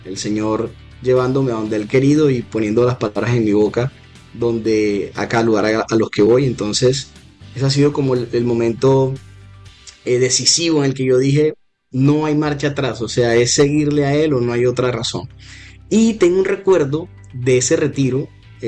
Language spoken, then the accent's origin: Spanish; Santa Marta, Magdalena, Colombia; accent: Caribbean coast; nací en la hermosa ciudad de Santa Marta. Aquí, pues, forjado en una familia creyente, una familia que obviamente le debo también mi fe, y una ciudad que me lo ha dado todo, la ciudad de Santa Marta. Aquí vivo